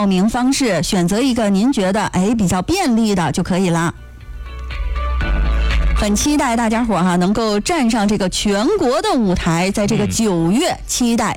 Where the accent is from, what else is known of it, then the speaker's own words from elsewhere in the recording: Yingkou, Liaoning, China; 我们家乡营口城市